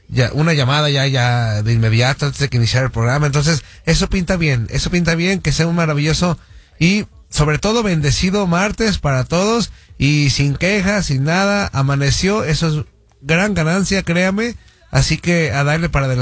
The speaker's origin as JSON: {"language": "Spanish", "country": "Mexico", "said": "yo como aficionado, no te lo digo como mexicano, te lo digo como aficionado"}